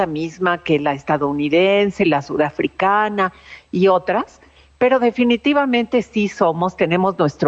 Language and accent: Spanish; Mexico; sí, somos racistas en México